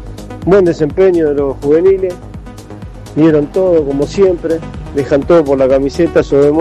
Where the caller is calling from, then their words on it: Buenos Aires, Argentina; de Buenos Aires.